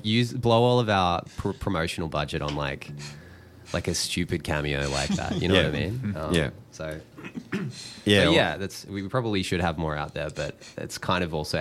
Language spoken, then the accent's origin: English; Canberra, Australian Capital Territory, Australia; now in Melbourne, Australia; Yeah, so we're both from the Canberra region.